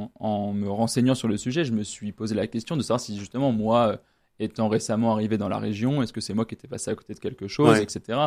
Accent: Brittany, France; now in Lorraine, France; moi, en tant que Breton, de m'intéresser à ce sujet-là, parce que c'est au cœur de mes racines aussi, le patrimoine celtique.

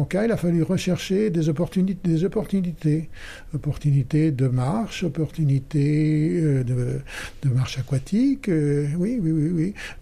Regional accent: Châtelaillon-Plage, Nouvelle-Aquitaine, France; Je suis d'autant plus favorisé que j'habite pas loin du centre de voile. Je suis donc de Châtelaillon.

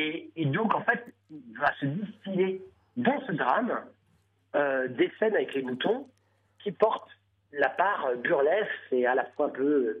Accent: Rennes, Brittany, France; moved away; je ne suis pas du tout du monde rural. Moi, je suis un petit citadin de Rennes, au départ. Ma mère venait de la campagne

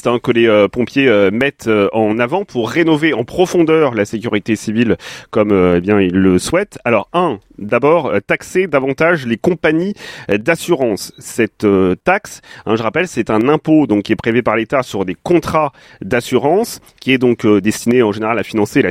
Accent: Auvergne-Rhône-Alpes, France; qui est aussi ancien maire de Gaillard, chez nous, en Haute-Savoie

